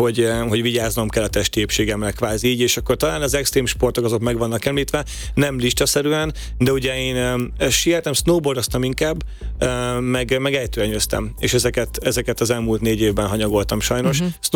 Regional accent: Hungary

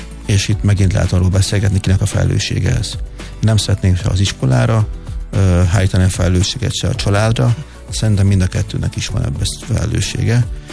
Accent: Szabadszállás, Bács-Kiskun, Hungary; moved away; szabadszállásra onnan származom

